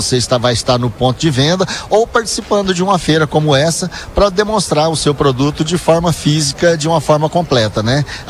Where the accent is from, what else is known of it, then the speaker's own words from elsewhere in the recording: Goiás, Brazil; accent: Goiano; como diz o nosso dialeto goiano aqui